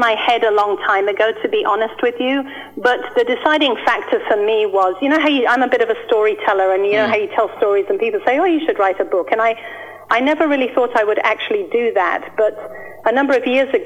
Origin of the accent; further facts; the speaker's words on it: Bentley Heath, West Midlands, United Kingdom; I was born in the West Midlands. I was actually born in a little village called Bentley Heath, which is not too far from Solihull and outside of Birmingham.